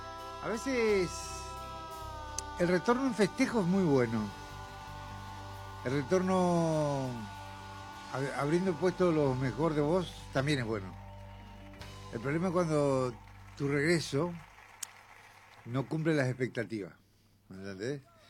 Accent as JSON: {"language": "Spanish", "country": "Argentina"}